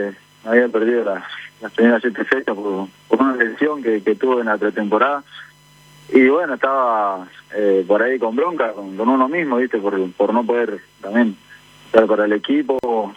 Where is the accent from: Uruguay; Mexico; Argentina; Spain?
Argentina; Rosario, Santa Fe; Parte sudoeste de Rosario, Barrio Leal se llama. La parte de donde estaba Messi es más para la zona sur, así que no estamos tan lejos.